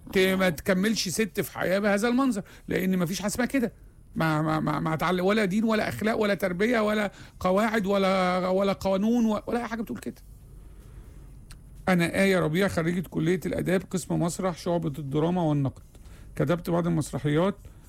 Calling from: Aden, Yemen; من اليمن عدن، اهلا بيكم.

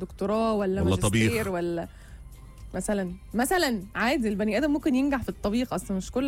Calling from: Netherlands; من هولندا وعلى فكره انا هنا ما عنديش حواوشي

